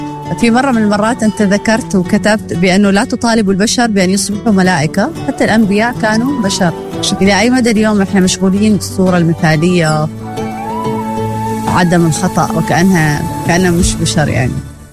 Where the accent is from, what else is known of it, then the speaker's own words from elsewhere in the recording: Oman; حتى يعني دائما يشوفون إحنا عمانيين غير سمحين